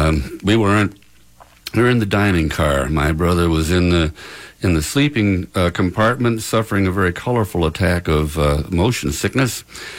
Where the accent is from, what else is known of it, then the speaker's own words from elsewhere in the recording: Nevada City, California, United States; How suitable for Nevada City here, my hometown.